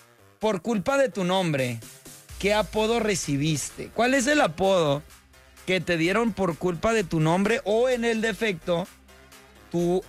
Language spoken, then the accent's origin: Spanish; Mexico; ¿Por qué somos los mexicanos así, güey?